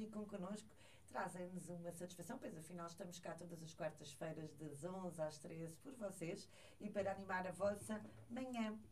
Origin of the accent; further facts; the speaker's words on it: Sesimbra, Setúbal, Portugal; accent: pesquitês (Sesimbra dialect); nasceu nas ruas da nossa Sesimbra e continua viva na memória, nas conversas e no coração de quem nunca deixou morrer este nosso dialeto.